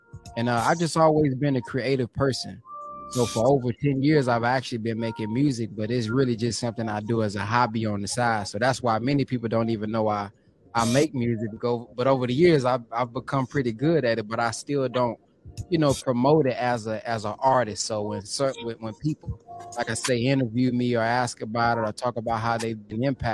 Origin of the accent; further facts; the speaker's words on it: Texas, United States; I'm from Texas